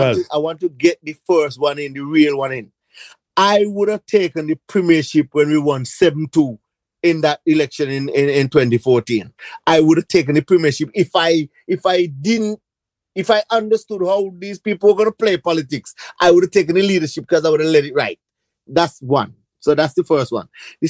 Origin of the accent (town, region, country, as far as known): Montserrat; moved away